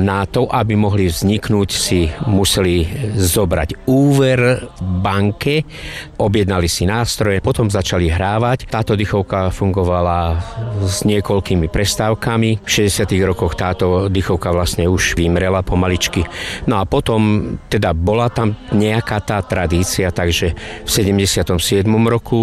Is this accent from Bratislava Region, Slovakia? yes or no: no; Kolárovice, Žilina Region, Slovakia; sme teda z Kolárovic.